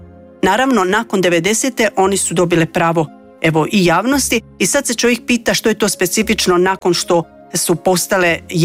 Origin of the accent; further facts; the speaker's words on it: Croatia; kod nas u Hrvatskoj